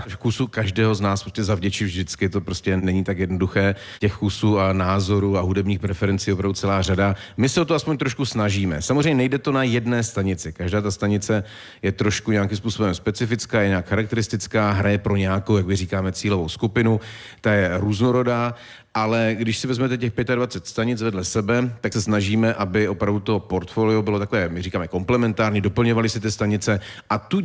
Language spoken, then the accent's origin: Czech; Ostrava, Moravian-Silesian Region, Czechia; also born or lived in Havířov; já jsem se narodil v Havířově, já jsem do svých 18 let žil v Ostravě